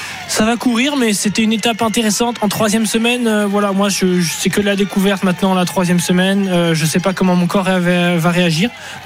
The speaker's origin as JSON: {"language": "French", "country": "France", "said": "En tant que Français sur les routes du Tour, découvrir ça, c'est une chance inouïe."}